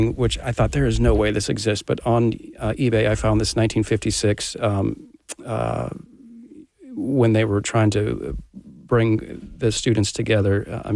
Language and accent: English; Minnesota, United States; We had rooms next to each other growing up in Minnesota.